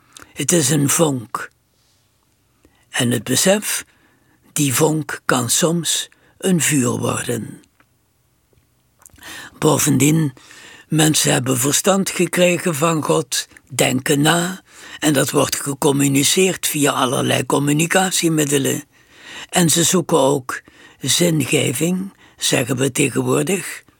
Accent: Netherlands; wij zijn Nederlanders

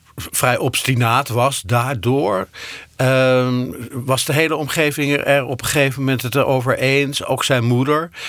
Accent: North Holland, Netherlands; born there; Ik ben geboren in het Gooi.

